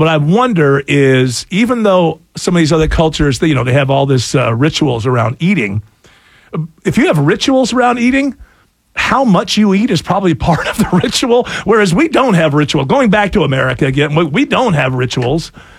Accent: United States; Well, I'm an American

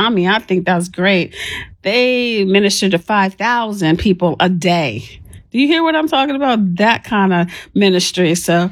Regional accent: DMV, United States; now in Orlando, United States; I got back from the DMV. That's my hometown. I was able to see some family while I was there.

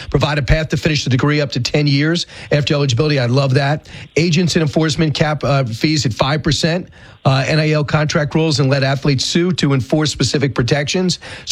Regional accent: New York, United States; outside where I grew up in Long Island

